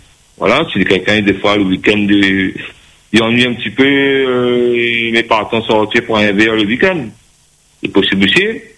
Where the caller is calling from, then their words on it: Saint-Denis, Réunion; mais je suis à Saint-Denis.